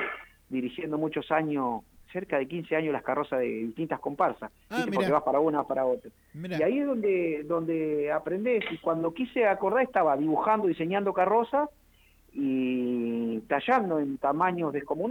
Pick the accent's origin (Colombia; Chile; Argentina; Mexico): Argentina; Gualeguaychú, Entre Ríos; moved away as an adult; tengo uso de razón a 45 años atrás en Gualeguaychú, Entre Ríos.